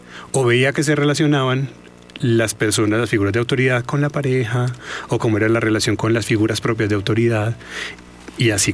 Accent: Manizales, Caldas, Colombia; el platico favorito, yo que soy de Manizales, que la bandejita paisa

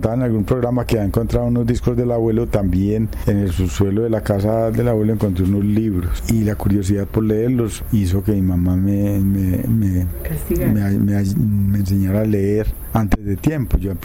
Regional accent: Sonsón, Antioquia, Colombia; also born or lived in Aguadas; yo no soy de Sonsón. No. Yo nací en Aguadas y me crié en Sonsón.

